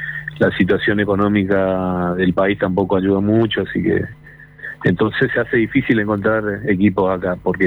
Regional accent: Corrientes, Argentina; me gustaría quedarme acá en Corrientes. No hay nada como estar en la casa de uno, ¿no?

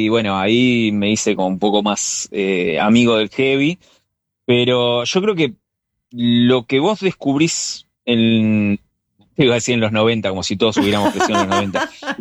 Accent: Buenos Aires Province, Argentina; Yo, mirá, soy del conurbano de Zona Sur y éramos muy cabeza de tacho con el tema de, viste, el rock.

